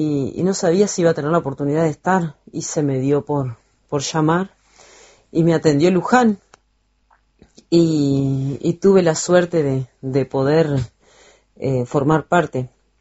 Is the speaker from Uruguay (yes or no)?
yes; Fray Bentos, Río Negro, Uruguay; born there; now in Colonia del Sacramento, Uruguay; nací en Freivento, pero actualmente vivo a las afueras de Colonia del Sacramento, en el paraje Paso La Horqueta, lugar donde resido.